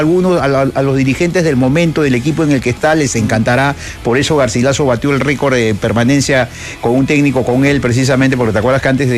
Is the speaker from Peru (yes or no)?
yes; Peru; Al final, todos somos periodistas deportivos peruanos, Arequipa, Piura, Cusco, Lima, así que no hay que diferenciar.